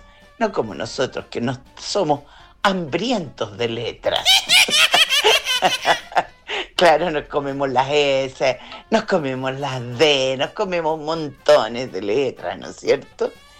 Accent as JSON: {"language": "Spanish", "country": "Chile", "said": "Acá en Chile, antes, porque ahora ya no, antes éramos más caucásicos."}